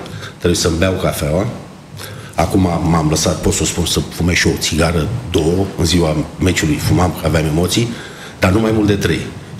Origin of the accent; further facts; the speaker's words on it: Bucharest, Romania; born there; În 1977, noi ne-am mutat din Vatra Luminoasă, tata a luat trei camere, drumul Taberei, foarte aproape lângă Drumețul, pe compozitorilor, foarte aproape de stadionul Ghecea.